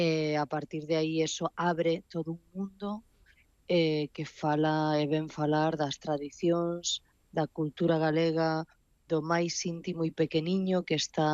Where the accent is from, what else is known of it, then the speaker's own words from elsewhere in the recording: Ribeira, Galicia, Spain; coma nas aldeas ao redor de Santiago, que é donde eu me criei, crieime aquí en Ribeira.